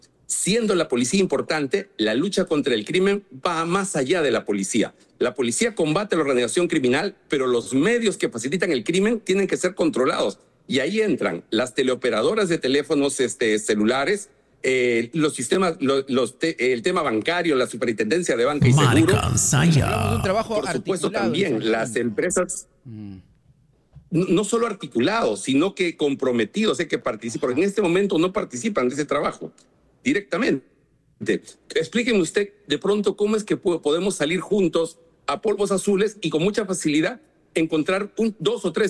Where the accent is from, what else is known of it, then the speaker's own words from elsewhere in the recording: Trujillo, La Libertad, Peru; Yo soy trujillano, yo he crecido allá y en distritos del Porvenir, Esperanza, Florencia de Mora